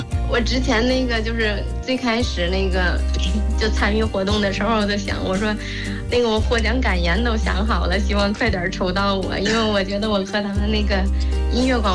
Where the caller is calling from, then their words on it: Tangshan, Hebei, China; 我是唐山的。